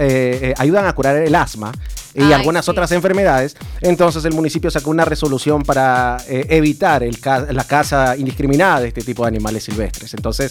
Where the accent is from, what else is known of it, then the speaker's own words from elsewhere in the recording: Sucumbíos, Ecuador; moved away; yo vengo de la provincia de Sucumbíos.